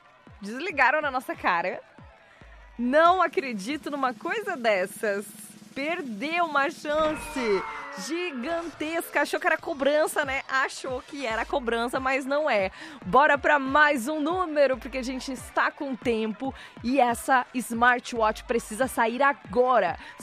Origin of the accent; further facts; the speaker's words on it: Brazil; a gente é brasileiro